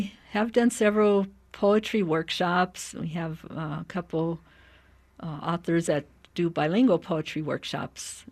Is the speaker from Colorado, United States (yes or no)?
yes; Denver, Colorado, United States; I had growing up in the West Colfax neighborhood.